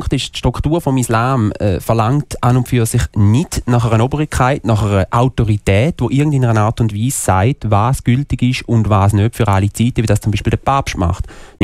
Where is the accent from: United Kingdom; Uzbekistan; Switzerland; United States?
Switzerland; als Schweizer Konvertit.